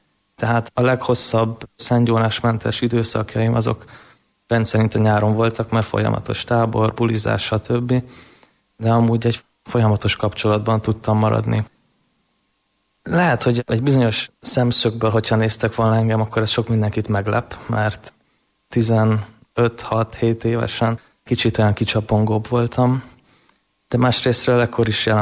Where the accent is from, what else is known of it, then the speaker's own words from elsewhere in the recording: Budapest, Hungary; born there; Én Budapesten születtem, egy alapvetően teljesen keresztény családba első gyermekként.